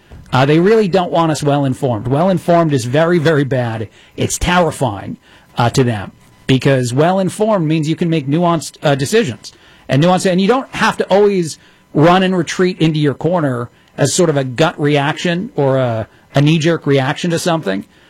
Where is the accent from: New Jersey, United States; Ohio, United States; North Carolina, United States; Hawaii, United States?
New Jersey, United States; We all love those growing up in New Jersey.